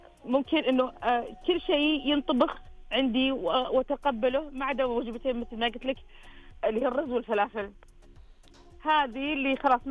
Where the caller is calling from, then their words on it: Saudi Arabia; فهي اساسا الوجبه الرئيسيه عندنا في السعوديه الغداء